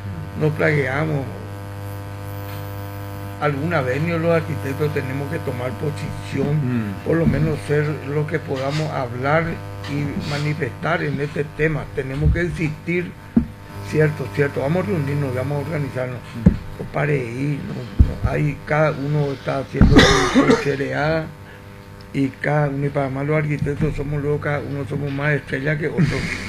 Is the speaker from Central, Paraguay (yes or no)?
no; Ciudad del Este, Alto Paraná, Paraguay; También los arquitectos de Ciudad del Este somos ciudadanos de Ciudad del Este